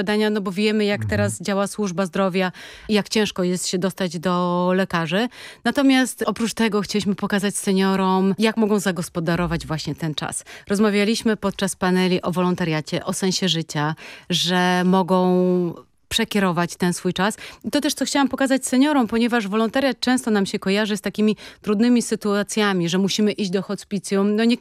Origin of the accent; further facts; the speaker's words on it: Warsaw, Masovian Voivodeship, Poland; moved away; wychowałam się na Brudnie